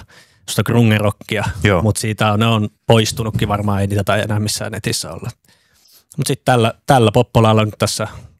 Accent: Kokkola, Central Ostrobothnia, Finland; moved away as an adult; Joo, että tosiaan Kokkolastahan ollaan kotoisin alun perin ja sitten ollaan tänne muutettu opiskelemaan.

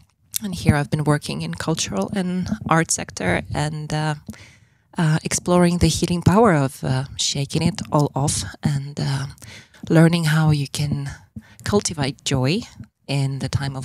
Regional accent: Oulu, North Ostrobothnia, Finland; English is a second language; So I'm a Finnish citizen, and Oulu is my hometown, but I have been rooting here quite intensely.

